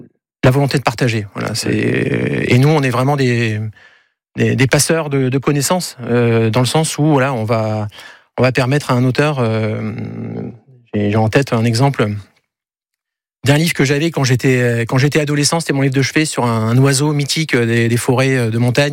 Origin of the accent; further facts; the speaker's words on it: Grand Est, France; moved away; En plus les Vosges, c'est là où j'ai grandi. Hein. J'ai passé mes 20 premières années.